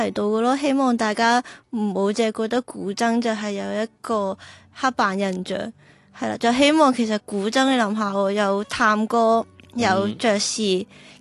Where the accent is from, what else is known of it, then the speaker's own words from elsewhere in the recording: Macau; 我始终我系澳门人啦，咁即系我都系呢个大湾区长大，咁我觉得即系都系我最熟悉嘅语言，同埋最熟悉嘅一个音乐体系咯